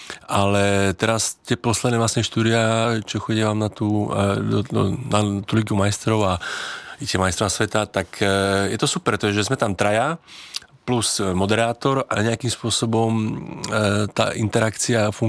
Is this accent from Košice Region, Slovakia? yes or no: yes; Košice, Košice Region, Slovakia; now in Czech Republic; tak hovorím, no, akože odkiaľ si, alebo to hovorím, že já jsem z Košic